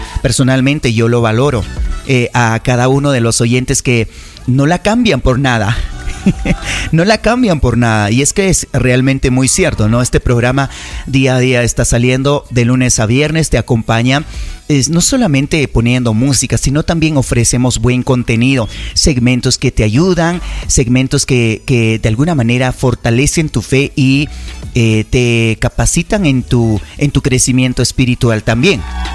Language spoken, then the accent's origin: Spanish; Sierra Centro-Sur, Peru; Todo lo que somos parte de la Sierra Centro-Sur es una tierra muy hermosa, muy bendecida